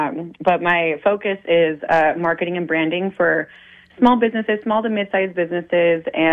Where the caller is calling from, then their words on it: Spain; I'm calling from España.